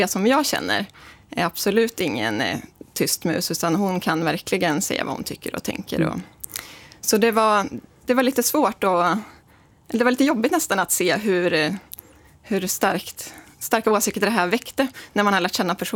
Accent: Grums, Värmland, Sweden; jag är ju från Grums

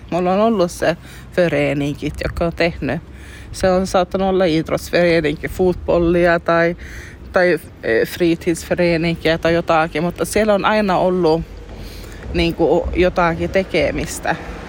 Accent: Aareavaara, Norrbotten County, Sweden; Mihin olen kasvanut ylös Aareavaarassa, siellä on aina ollut paljon niin föreninkiä, paljon aktiviteettia lapsille.

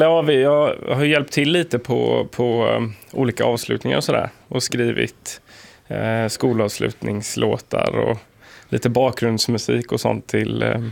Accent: Jönköping, Jönköping County, Sweden; Jag är en kille från Jönköping

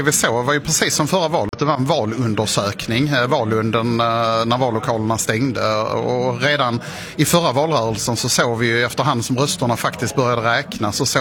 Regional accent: Helsingborg, Skåne, Sweden; Ja, men det är klart att jag är helsingborgare och det är helsingborgarnas vardag som är mitt huvudfokus.

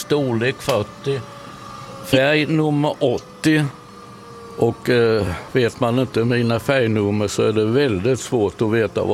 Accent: Gullabo, Kalmar County, Sweden; jag är ju från Gullabo

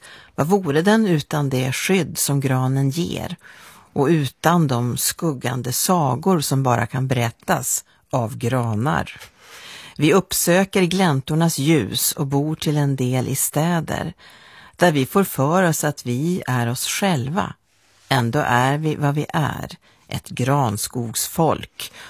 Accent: Norrbotten County, Sweden; now in Stockholm, Sweden; Och sen när jag flyttade ner till Stockholm från Norrbotten, då insåg han hur mycket en gran kostar att köpa till jul här i Stockholms innerstad.

